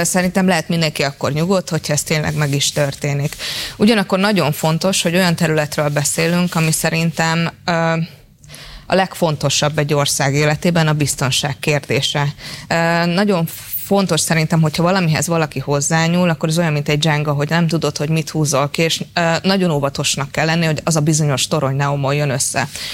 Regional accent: Paks, Tolna, Hungary; ezt le tudom vetíteni ugye paksiként a Paksi Atomerőmű életében is

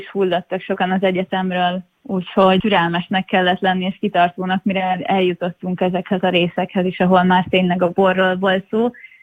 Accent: Békéscsaba, Békés, Hungary; Igen, én Békés Csabai vagyok.

